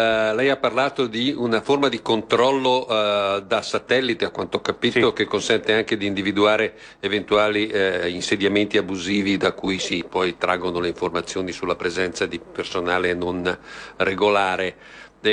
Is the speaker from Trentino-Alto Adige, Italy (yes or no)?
yes; Trentino-Alto Adige, Italy; Dalle mie parti, io vengo dall'Alto Adige, solleverebbero subito questo tema